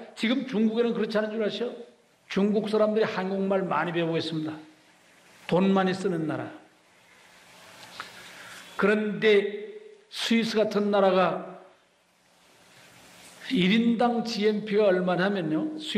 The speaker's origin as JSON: {"language": "Korean", "country": "South Korea"}